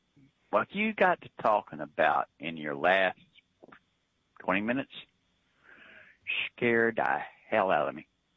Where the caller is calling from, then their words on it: Kansas City, Missouri, United States; Kansas City, Missouri, we're still at 89 and feel like 92.